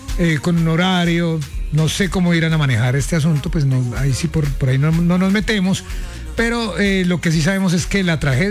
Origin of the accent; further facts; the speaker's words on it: Cali, Valle del Cauca, Colombia; como buenos colombianos, como sí, porque no hay que decirlo, como buenos caleños, hay que estar muy, pero muy activos con la ciudad